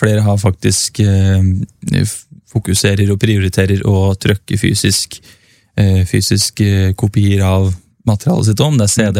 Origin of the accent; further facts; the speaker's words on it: Gjøvik, Innlandet, Norway; moved away as an adult; also born or lived in Trøndertun Folkehøyskole; Ja, jeg født på Gjøvik sykehus og vokste opp I Bybrå.